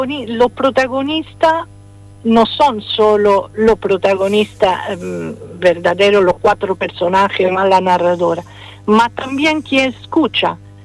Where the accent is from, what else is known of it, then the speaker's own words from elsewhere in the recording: Rome, Lazio, Italy; Spanish is a second language; Se escucha muy bien que soy italiana, ¿no?